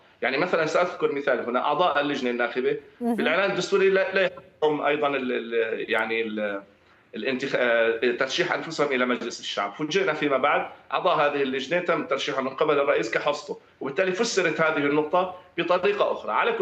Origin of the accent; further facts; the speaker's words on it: Syria; نحن كسوريين اليوم فرحين بما شاهدنا،